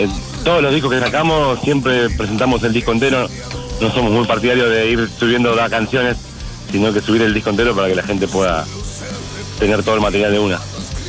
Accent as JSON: {"language": "Spanish", "region": "Buenos Aires", "country": "Argentina", "moved": "yes", "lives_now": "Monte Grande, Argentina", "said": "Somos de Buenos Aires ciudad, acá bueno, Rodrigo vive en Caseros, yo vivo en Monte Grande"}